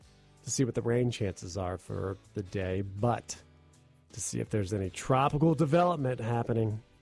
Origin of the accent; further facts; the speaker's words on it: Tampa, Florida, United States; I was born and raised right here in Florida, Tampa, since 1986. We moved here because my dad started this radio station.